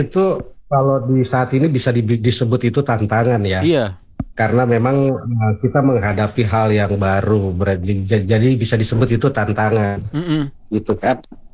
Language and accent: Indonesian; Sukabumi, West Java, Indonesia; moved away as an adult; also born or lived in Maluku / Depok; Saya dari kecil itu saya kebetulan tinggal di Jawa Barat ya Bang, di daerah Sukabumi ya sana.